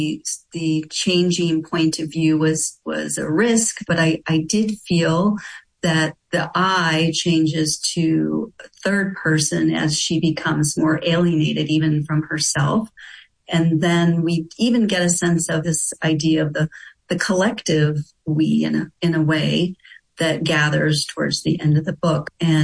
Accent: Louisiana, United States; But I grew up myself in Louisiana, and somehow it was a young girl in Louisiana in 1973.

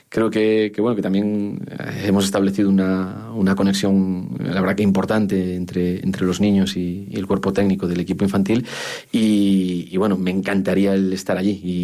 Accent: Ribadavia, Galicia, Spain; un pueblo pequeño como mi pueblo, como Rivadavia

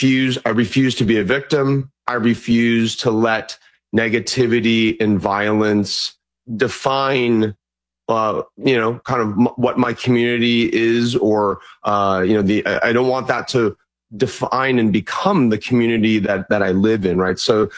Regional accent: Mission Viejo, California, United States; now in San Francisco, United States; You know, I grew up in Orange County in Mission Viejo, I went to school in L.A. now, and then went to grad school in Monterey. I live here in San Francisco. So I'm a native Californian, born and bred here.

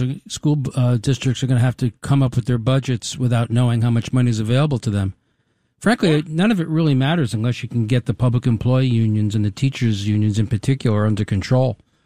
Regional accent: Huntington, New York, United States; now in Westchester, United States; I grew up in Suffolk County. I grew up in Huntington. Now I live in Westchester.

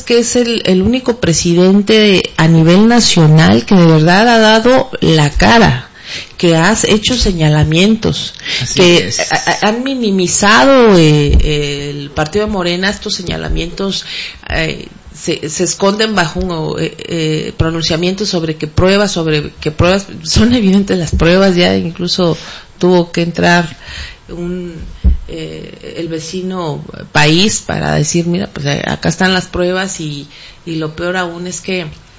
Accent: State of Mexico, Mexico; Fui presidenta municipal en una tierra mexiquense. Yo vengo del Estado de México.

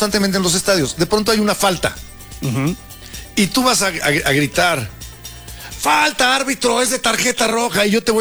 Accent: Mexico; somos mexicanos.

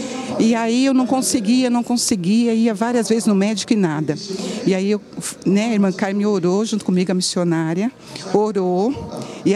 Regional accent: São Paulo, Brazil; Eu venho do Itaim Paulista.

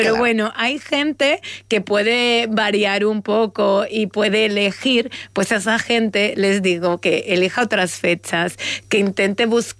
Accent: Castilla-La Mancha, Spain; a los que somos así de La Mancha y de zonas cálidas, cada vez nos gusta más.

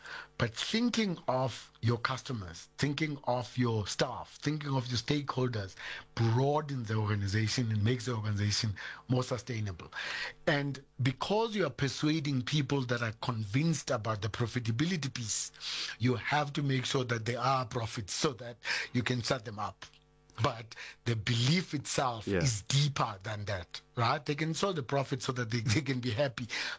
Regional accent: South Africa; born there; Yet I also see myself as a South African, because I'm born in this country and I identify with this country proudly.

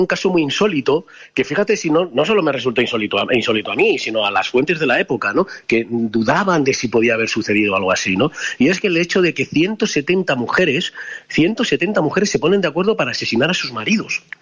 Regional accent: Madrid, Community of Madrid, Spain; yo soy de Madrid

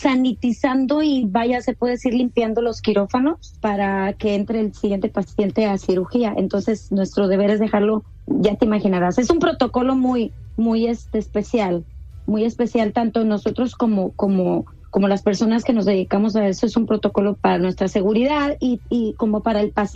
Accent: Guadalajara, Jalisco, Mexico; now in United States; Soy de Guadalajara, Jalisco.

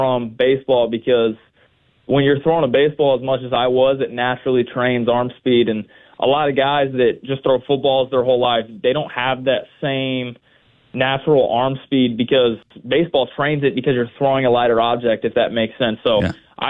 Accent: Georgia, United States; I couldn't tell you how many Saturdays growing up in Georgia at different ballparks or really across the entire Southeast just playing different baseball

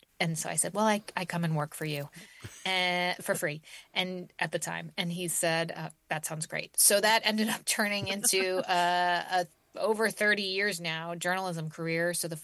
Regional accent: New Jersey, United States; So I grew up in New Jersey

